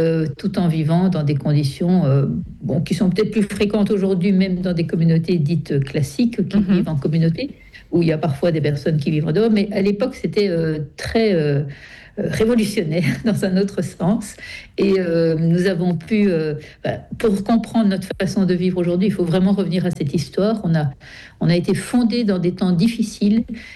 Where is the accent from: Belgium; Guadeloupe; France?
Belgium; Brussels; Je suis de Bruxelles.